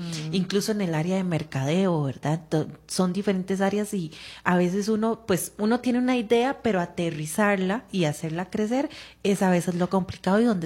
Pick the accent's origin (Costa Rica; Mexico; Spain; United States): Costa Rica; Heredia; Yo soy de Heredia, entonces empecé en Heredia.